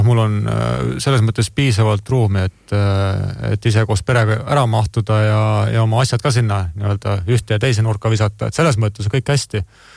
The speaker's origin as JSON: {"language": "Estonian", "town": "Tamsalu", "region": "Lääne-Viru County", "country": "Estonia", "tie": "born or raised there", "moved": "yes", "said": "ma olen maalt pärit Lääne-Virumaalt väiksest linnast nagu Tamsalu"}